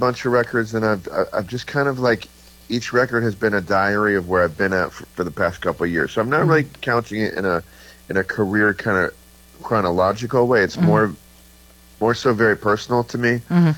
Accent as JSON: {"language": "English", "town": "Buffalo", "region": "New York", "country": "United States", "lives_now": "Boston, United States", "said": "So I moved to Boston from Buffalo, New York. And so I lived in Boston for a couple of years."}